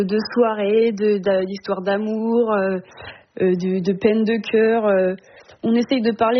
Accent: Pays de la Loire, France; Alors on a tous 24 ans, on vient de Vendée, de la côte, vers Saint-Gilles-Croix-de-Vie, Noirmoutier.

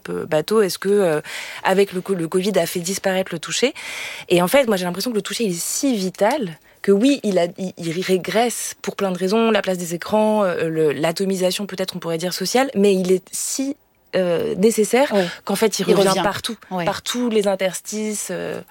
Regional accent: Grand Est, France; On vient de Lorraine.

